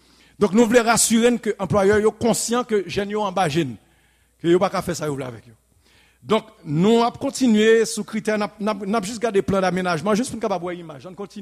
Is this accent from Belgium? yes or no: no; Haiti; en tant que haïtien